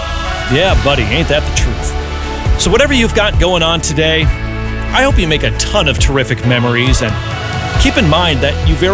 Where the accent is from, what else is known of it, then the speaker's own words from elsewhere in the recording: Green Bay, Wisconsin, United States; I grew up in Green Bay